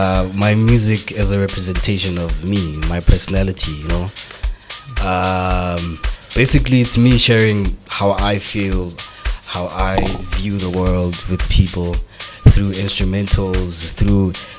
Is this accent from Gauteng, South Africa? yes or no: yes; Carletonville, Gauteng, South Africa; all the way from Carltonville. Uh-huh. Born and bred in Kutung.